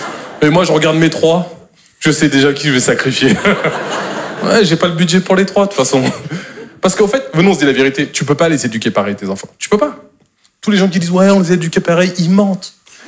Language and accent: French; Normandy, France